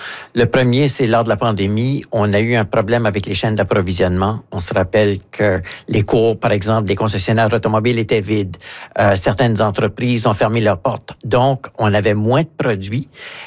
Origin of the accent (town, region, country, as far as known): Atlantic Canada, Canada